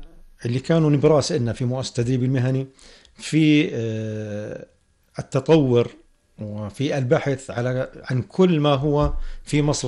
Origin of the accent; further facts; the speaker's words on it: Jordan; إحنا كأردنيين